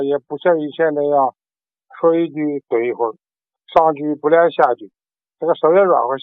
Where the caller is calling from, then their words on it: Jinan, Shandong, China; 哎，汪老师，我是济南历下区的。